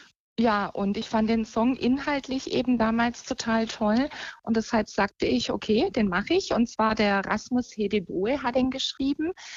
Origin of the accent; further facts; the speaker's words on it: Crailsheim, Baden-Württemberg, Germany; Ich komme aus Süddeutschland unten und zwar aus Crailsheim. Das ist in der Nähe von Heilbronn.